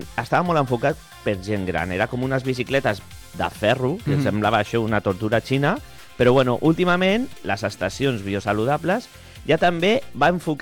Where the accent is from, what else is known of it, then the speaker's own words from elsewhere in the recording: Sant Cugat del Vallès, Catalonia, Spain; Sant Cugat del Vallès, de tota la vida.